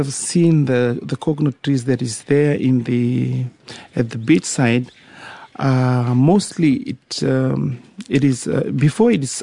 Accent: Waya Lebo, Western Division, Fiji; actually I'm from Waya Lebo village in the Tikina of Waya.

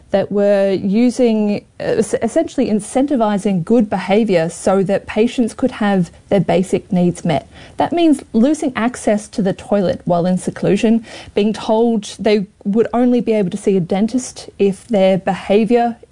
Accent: Australia; now in Dunedin, New Zealand; We have, but remember, I am Australian, so my styles have been very linked to that past, I'm afraid.

